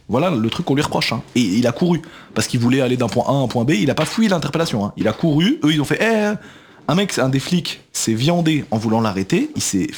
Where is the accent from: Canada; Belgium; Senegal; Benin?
Belgium; now in Paris, France; Vous savez, moi, je suis pas français à la base, je viens de Belgique. Et je suis arrivé à Paris